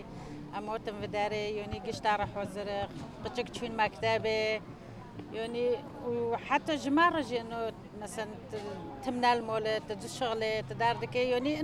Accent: Afrin, Aleppo Governorate, Syria; now in Germany; من سوريا، من عفرين.

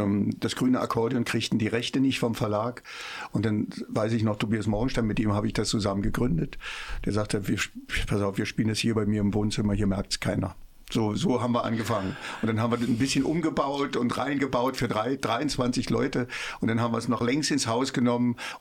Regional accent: Magdeburg, Saxony-Anhalt, Germany; Das ist ein Roman, der spielt auch noch in Magdeburg, da wo ich groß geworden bin.

